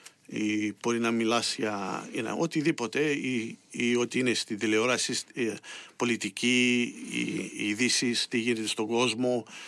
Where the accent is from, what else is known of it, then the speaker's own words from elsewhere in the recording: Melbourne, Victoria, Australia; also born or lived in Richmond, Victoria / Carlton, Victoria; μεγάλωσα εδώ στο Brunswick, πήγα γυμνάσιο.